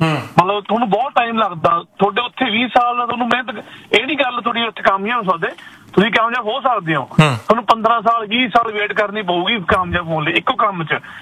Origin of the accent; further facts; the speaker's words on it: Faridkot, Punjab, India; ਪਰ ਜਿੱਦਾਂ ਹੁਣ ਮੈਂ ਫਰੀਦਕੋਟ ਤੋਂ ਹਾਂ, ਸਾਡੇ ਹੁਣ ਮੇਲਾ ਚੱਲ ਰਿਹਾ 3 ਦਿਨ